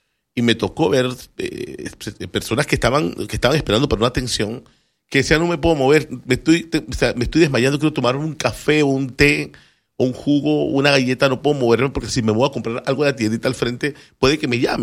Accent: Juan Díaz, Panamá, Panama; De que yo soy acá de Juan Díaz, blush, te inundo.

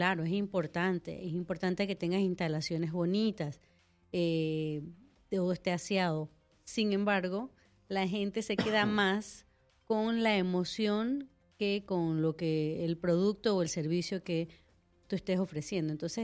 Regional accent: Panama; Yo como panameña lo puedo decir

